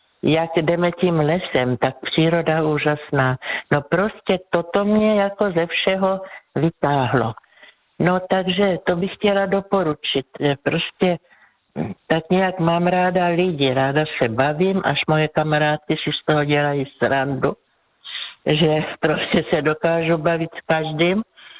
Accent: Brno, South Moravian Region, Czechia; jsem z Brna, tak kolem Brna, jedeme třeba vlakem, autobusem.

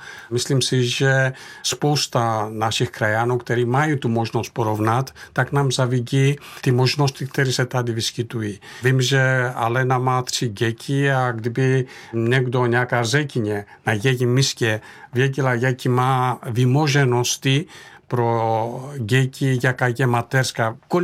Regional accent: Thessaly, Greece; now in Czech Republic; když jsem odcházel z Měchom města, který se nachází uprostřed nejúrodnější oblasti Řecka, je to region Tesálie, tak to město mělo přes 6 tisíc obyvatel

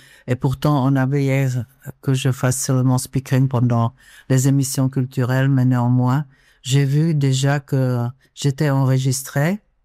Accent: Prague, Czechia; French is a second language; moved away as an adult; now in France; moi-même d'Université de Prague

